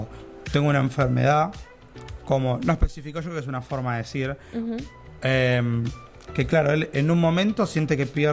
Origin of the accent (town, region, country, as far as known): Argentina